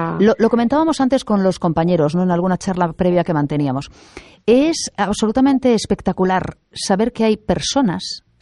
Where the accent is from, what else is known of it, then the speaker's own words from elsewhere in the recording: A Coruña, Galicia, Spain; also born or lived in Vigo; Pues hoy me siento, bueno, yo soy coruñesa de origen, hoy me siento especialmente coruñesa, estoy haciendo el programa desde aquí